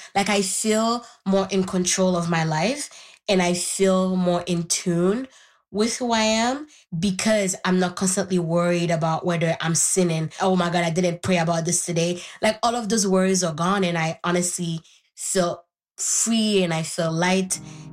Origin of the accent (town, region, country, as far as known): Haiti; born or raised there; first language Haitian Creole; English is a second language